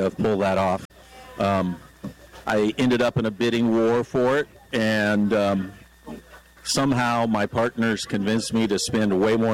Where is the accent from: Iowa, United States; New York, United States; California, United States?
California, United States; Santa Cruz; also born or lived in Davis, California / Napa, California; I grew up in Santa Cruz.